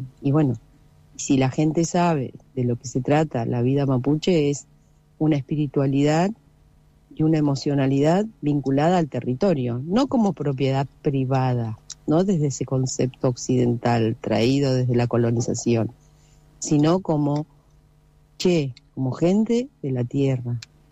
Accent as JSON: {"language": "Spanish", "town": "Comodoro Rivadavia", "region": "Chubut", "country": "Argentina", "said": "yo soy de Pujolil, pero no soy de Sarmiento. Soy de Comodoro Rivadavia."}